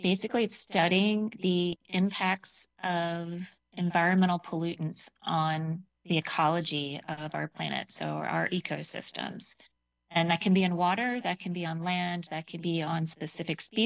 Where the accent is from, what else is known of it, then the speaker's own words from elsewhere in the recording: Virginia, United States; I grew up in Virginia, hiking the Appalachian Trail and saw the impacts of hydrologic dams and other impacts that we have on the environment